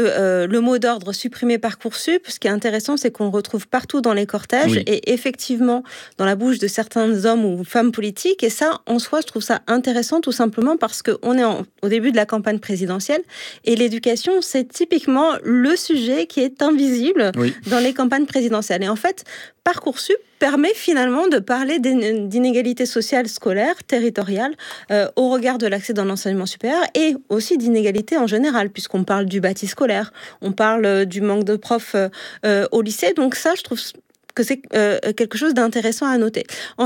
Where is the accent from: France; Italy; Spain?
France; Saint-Quentin-en-Yvelines, Île-de-France; moi je viens de Saint-Quentin-en-Yvelines par exemple